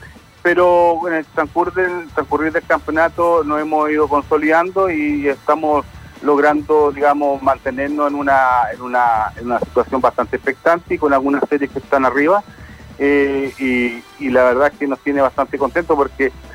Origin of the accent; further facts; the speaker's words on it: Valdivia, Los Ríos, Chile; nosotros queremos mucho Santa Elvira, crecimos, nos criamos en Santa Elvira